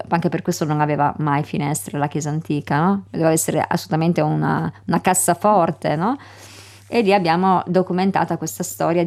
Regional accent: Friuli-Venezia Giulia, Italy

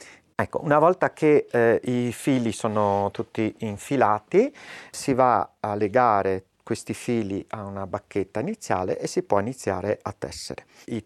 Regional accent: Sauris, Friuli-Venezia Giulia, Italy; rimanere a Sauris

